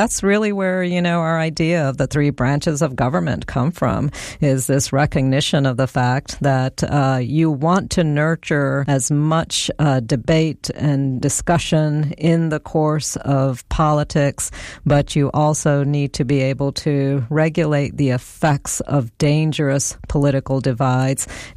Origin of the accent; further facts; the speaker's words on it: Statesboro, Georgia, United States; English is a second language; also born or lived in India; You know, I couldn't speak any English when we first arrived here, and I had to start kindergarten a few months after our arrival